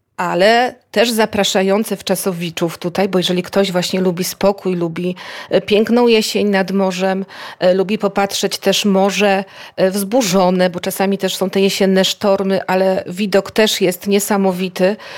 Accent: Kashubia, Poland; accent: Belacy Kashubian (po belacku); Ja, drodzy państwo, jestem kaszubką.

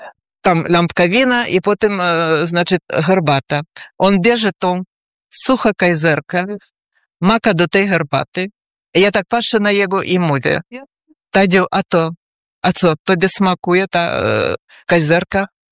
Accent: Belarus; now in Poland; Ja jestem, no trochę w stronę odejdę, ja jestem Polką uciekinierką z Białorusi. Już 5 lat mieszkam w Polsce.

